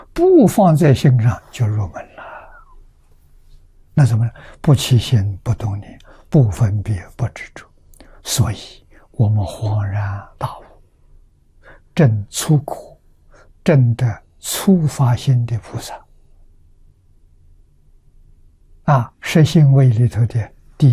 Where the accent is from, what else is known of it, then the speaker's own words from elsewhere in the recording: China; 我们中国人